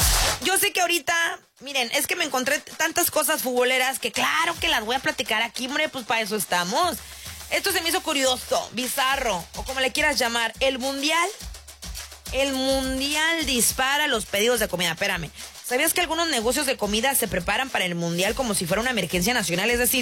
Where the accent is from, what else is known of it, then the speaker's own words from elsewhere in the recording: Mexico; now in United States; porque aquí no nada más somos mexicanos en Estados Unidos